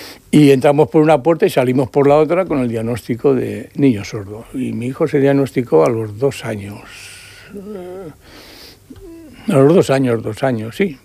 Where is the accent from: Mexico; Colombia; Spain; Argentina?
Spain; Valencia, Valencian Community; born there; Yo tengo infraestructura en Valencia, porque soy de Valencia. Bueno, nacido allí, pero